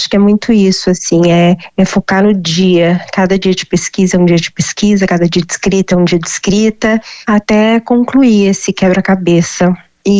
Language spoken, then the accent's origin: Portuguese; Minas Gerais, Brazil; Eu sou mineira, né? Eu não tenho relação nenhuma com o Rio Grande do Sul